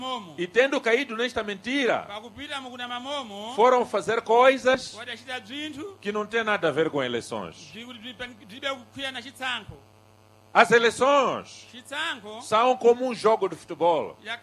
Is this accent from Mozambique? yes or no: yes; Mozambique; a unidade entre o povo moçambicano. Do Rovuma ao Maputo, do Zumba ao Índico, nós somos um único p